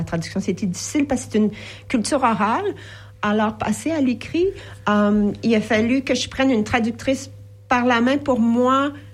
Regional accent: Montreal, Quebec, Canada; Oui, j'ai grandi à Montréal jusqu'à l'âge de 6 ans. J'ai joué dans les ruelles.

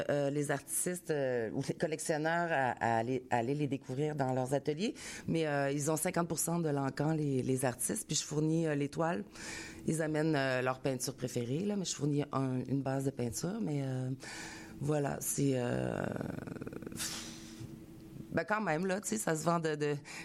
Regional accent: Quebec City, Quebec, Canada; now in Montreal, Canada; Je viens de Québec, moi ça fait 25 ans que je suis à Montréal.

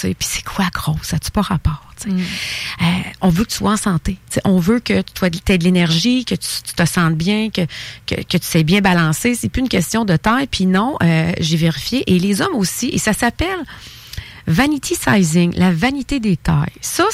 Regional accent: Thetford Mines, Quebec, Canada; Moi, je viens de Tetford Mines.

